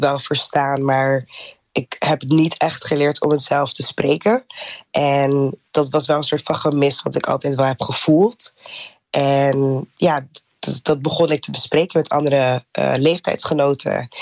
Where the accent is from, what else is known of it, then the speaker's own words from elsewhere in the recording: Netherlands; born there; ik ben Oegandees. Ik heb ouders die daar zijn opgegroeid, maar zelf ben ik in Nederland geboren.